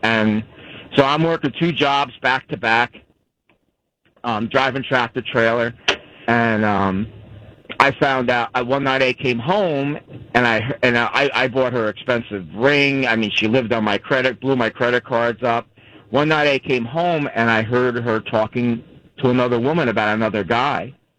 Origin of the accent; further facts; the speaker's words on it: New Jersey, United States; I grew up in New Jersey